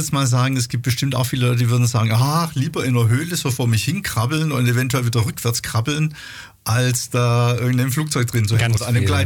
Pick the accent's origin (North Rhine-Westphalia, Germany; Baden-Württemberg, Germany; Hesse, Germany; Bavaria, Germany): Baden-Württemberg, Germany; Rottenburg; Ich komme aus der Ecke Rottenburg.